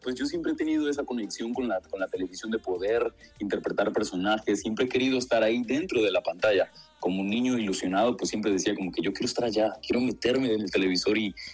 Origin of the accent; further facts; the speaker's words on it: Venezuela; also born or lived in Panama; now in United States; Bueno, salí de Venezuela en el 2015. Tengo casi 13 años ya fuera de Venezuela y me he radicado, duré 7 años en Panamá, pero estoy aquí radicado en Estados Unidos